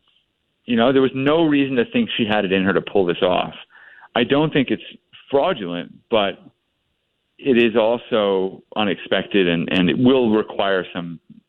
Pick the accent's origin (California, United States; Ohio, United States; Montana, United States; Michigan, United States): California, United States; Pacific Palisades; I'm displaced because I'm from the Palisades.